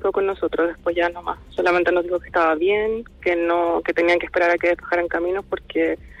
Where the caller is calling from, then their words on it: Santiago, Santiago Metropolitan Region, Chile; Yo estoy en Santiago